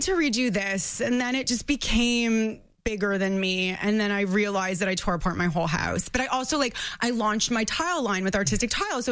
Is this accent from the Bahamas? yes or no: no; Toronto, Ontario, Canada; Growing up in Toronto, our weather is so extreme.